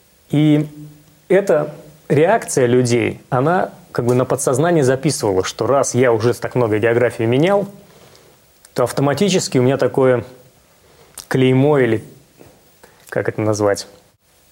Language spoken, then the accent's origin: Russian; Ukraine; born there; also born or lived in Belarus / Tajikistan / Russia / United States; родился на Украине, 2 года в Белоруссии, 7 лет в Таджикистане, 15 лет в России, 4,5 года в Америке